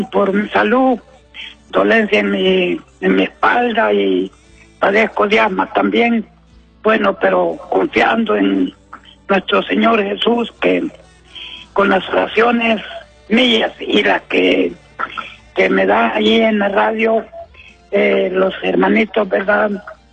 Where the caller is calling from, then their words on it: Tegucigalpa, Francisco Morazán, Honduras; de aquí de Nueva Suyapa.